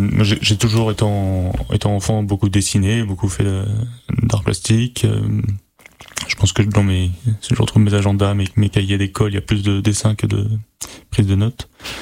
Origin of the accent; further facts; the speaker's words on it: Paris, Île-de-France, France; moved away; je viens de Paris à la base.